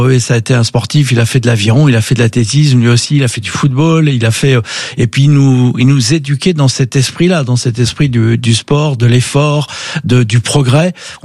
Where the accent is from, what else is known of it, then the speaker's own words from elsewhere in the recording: Reims, Grand Est, France; born there; also born or lived in Arcachon / Provence; Moi, je suis né à Reims, mais de passage, j'aurais pu naître ailleurs. Puis on a vécu sur la façade atlantique, sur le bassin d'Arcachon, en Provence.